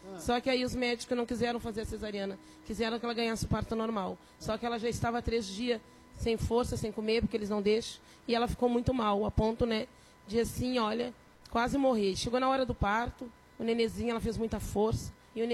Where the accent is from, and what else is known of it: Porto Alegre, Rio Grande do Sul, Brazil